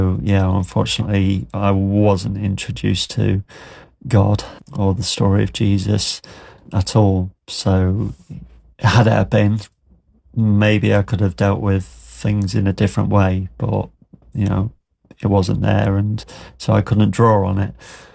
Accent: Grimsby, Yorkshire and the Humber, United Kingdom; moved away; Originally, I'm from Grimsby.

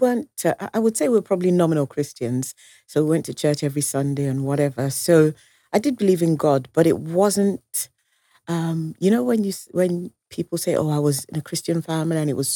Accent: London, United Kingdom; also born or lived in Nigeria; as opposed to being here growing up in London, where everybody, you know, you go for your eye test, you go for your ear test, you go for doctors.

